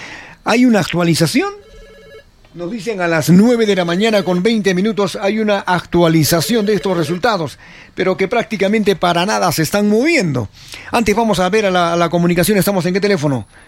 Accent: Peru

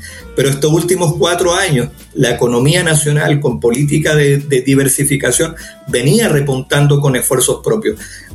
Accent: Venezuela; como pueblo, como venezolano o venezolana

